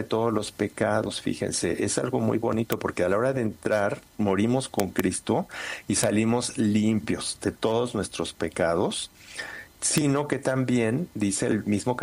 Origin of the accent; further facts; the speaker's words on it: Mexico; Porque ella escogió esa casa y porque yo soy mexicano. Pero sabemos los mexicanos muy bien, ¿no?